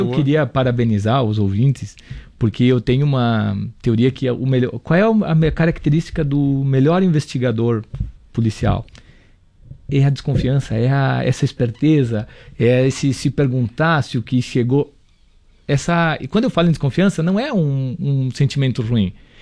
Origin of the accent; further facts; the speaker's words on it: Erechim, Rio Grande do Sul, Brazil; Ela é moradora da cidade de onde eu nasci, onde eu me criei.